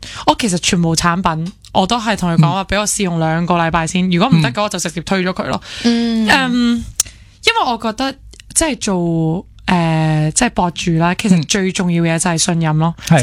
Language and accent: Cantonese; Hong Kong; 我哋香港人